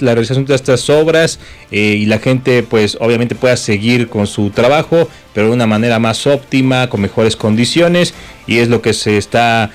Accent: Mexico; nuestra cultura mexicana

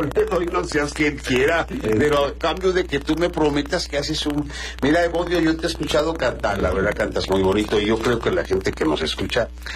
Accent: Teloloapan, Guerrero, Mexico; born there; yo nací en Tlaloapan.

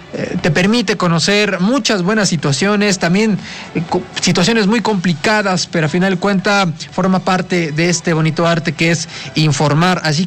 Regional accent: Mexico

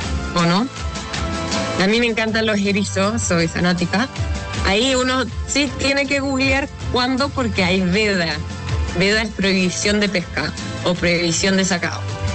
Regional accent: Chile; now in United States

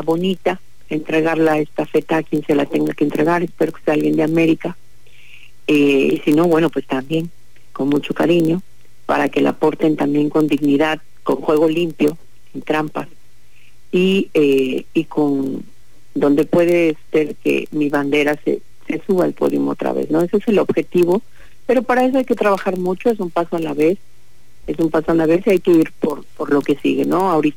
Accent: Comalcalco, Tabasco, Mexico; yo soy de la Chontalpa, de la perla

